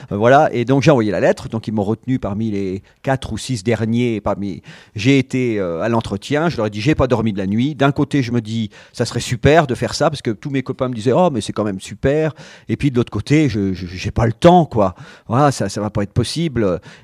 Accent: Poitiers, Nouvelle-Aquitaine, France; moi je suis de Poitiers.

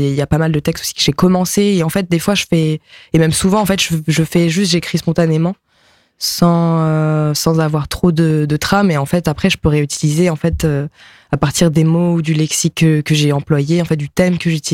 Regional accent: Nantes, Pays de la Loire, France; first language ja; French is a second language; also born or lived in Belgium; C'était vraiment ma langue maternelle, mais mes parents étaient en Belgique, ils ont bougé à Nantes, à côté de Nantes quand j'avais 4 ans. Donc oui, j'ai vraiment grandi.

